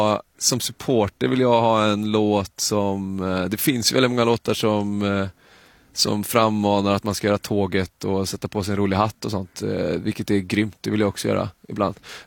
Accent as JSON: {"language": "Swedish", "country": "Sweden"}